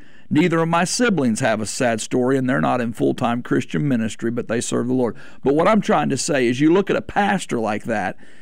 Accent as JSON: {"language": "English", "town": "Omaha", "region": "Arkansas", "country": "United States", "tie": "born or raised there", "said": "I grew up in Arkansas, right on the Arkansas Missouri state line right there."}